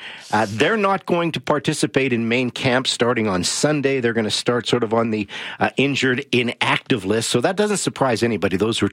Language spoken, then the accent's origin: English; Calgary, Alberta, Canada; Sonia and I grew up together in Calgary.